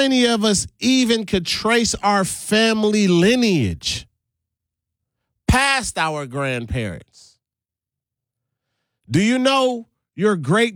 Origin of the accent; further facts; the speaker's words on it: St. Thomas, U.S. Virgin Islands; So I'm born and raised in St. Thomas, the U.S. Virgin Islands. Very strong Caribbean culture.